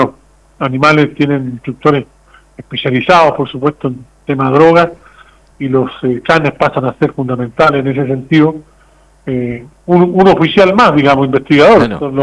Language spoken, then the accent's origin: Spanish; O'Higgins, Chile; yo soy del Córdoba, por hecho, ¿eh? Ahí en la esquina.